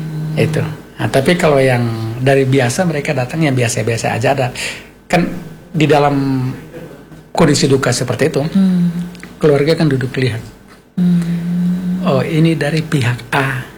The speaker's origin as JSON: {"language": "Indonesian", "region": "East Nusa Tenggara", "country": "Indonesia", "tie": "born or raised there", "said": "Wolobobo itu kampung saya tuh."}